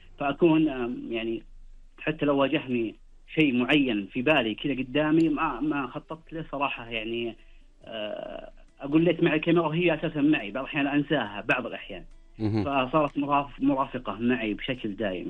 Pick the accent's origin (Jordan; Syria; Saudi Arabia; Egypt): Saudi Arabia; Shaqra, Riyadh Province; خاصة في ديرتنا هنا في الوشم، خاصة في شقرة